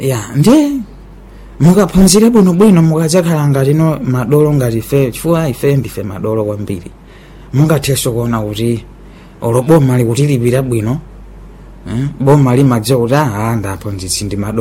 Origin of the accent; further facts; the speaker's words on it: Angónia, Tete, Mozambique; Eu sou da Angônia. De Majora, né?